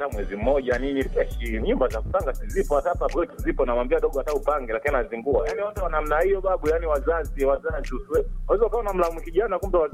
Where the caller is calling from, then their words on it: Dodoma, Tanzania; Dodoma hapa Njiro Lusinde.